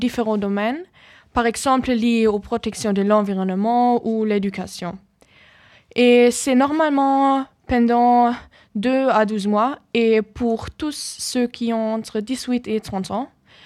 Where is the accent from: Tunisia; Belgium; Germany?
Germany; French is a second language; moved away as an adult; now in Valence, France; j'ai 18 ans et je viens d'Allemagne. Et maintenant je suis ici en France, à Valence, avec le Corps européen de solidarité.